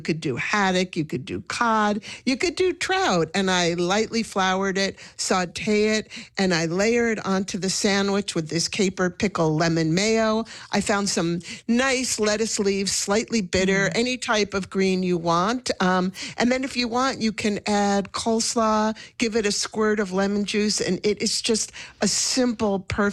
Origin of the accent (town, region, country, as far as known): New York, United States; born or raised there